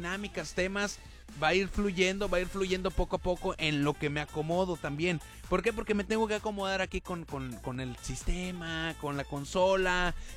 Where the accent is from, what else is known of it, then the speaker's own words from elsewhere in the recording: Mexico; somos mexicanos, o sea, la neta, somos mexicanos